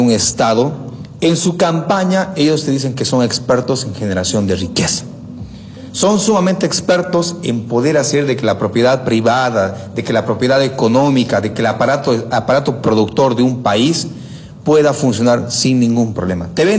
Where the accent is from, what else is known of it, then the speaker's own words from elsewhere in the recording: Bolivia; nosotros, como miembros de base, como sociedad boliviana